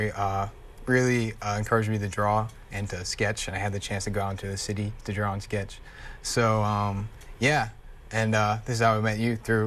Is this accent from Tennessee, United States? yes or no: no; Westport, Massachusetts, United States; I'm from Westport, Mass. That's where I'm coming from.